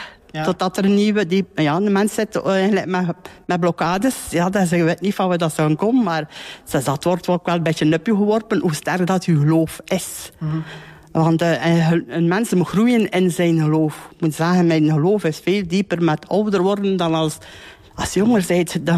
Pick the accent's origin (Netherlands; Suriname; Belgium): Belgium; Moorslede, Flanders; born there; Ik ben hier geboren in Moorsleden en die vroeger het rusthuis is in Moorsleden.